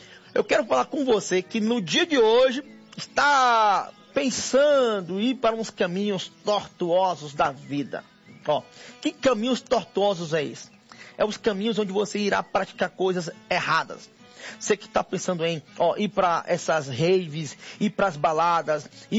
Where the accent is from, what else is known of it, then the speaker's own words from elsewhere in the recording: Piauí, Brazil; lá no meu estado, o Piauí